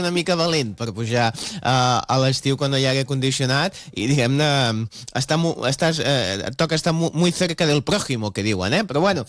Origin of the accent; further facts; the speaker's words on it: Barcelona, Catalonia, Spain; Home, jo que sóc de Sants, els trens passen constantment.